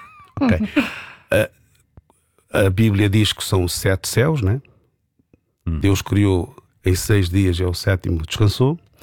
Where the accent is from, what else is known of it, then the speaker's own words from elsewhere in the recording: Beira, Sofala, Mozambique; born there; Nasci na Beira. Eu nasci na melhor cidade do mundo